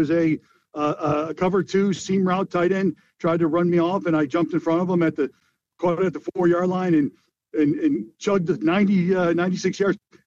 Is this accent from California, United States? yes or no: no; Chicago, Illinois, United States; I really didn't know much about, the Eagles growing up in Chicago, NFC Central. I was growing up as a Bears fan.